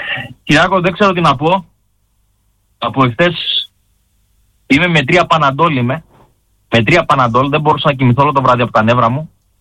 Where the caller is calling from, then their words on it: Eptalofos, Central Macedonia, Greece; είμαι από την Ασπρόμαυρη Επτάλοφο.